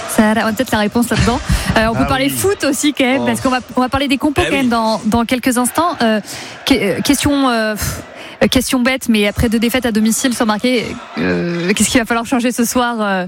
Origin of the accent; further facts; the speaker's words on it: Toulouse, Occitanie, France; Peut-être qu'on dit ça parce qu'on est Toulousain, mais quand même.